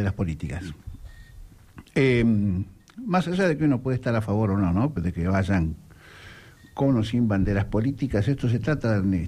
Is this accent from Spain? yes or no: no; Argentina